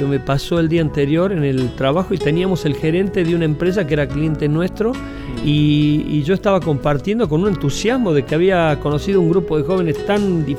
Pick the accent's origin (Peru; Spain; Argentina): Argentina; Yo soy de Argentina.